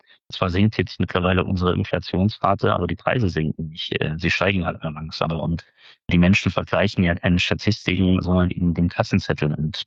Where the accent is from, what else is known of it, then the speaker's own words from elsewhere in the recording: Jena, Thuringia, Germany; Wenn ich mir überlege, aus meiner Heimatstadt Jena fliegen Sensoren zum Mond oder zum Mars.